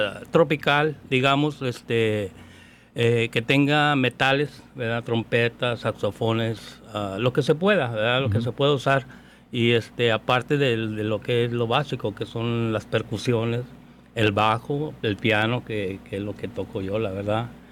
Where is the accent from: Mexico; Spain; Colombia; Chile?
Mexico; Ciudad Juárez, Chihuahua; now in Sacramento, United States; Yo vengo de Ciudad Juárez.